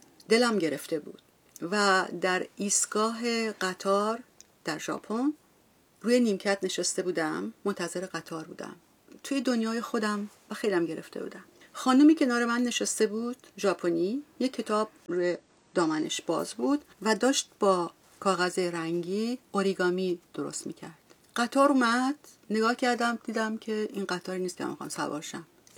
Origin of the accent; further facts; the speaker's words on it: Hamadan, Iran; moved away as an adult; now in Japan; بعد از این همه سال که من خارج زندگی می‌کنم، من انقدر ایرانیم، حتی همدانیم.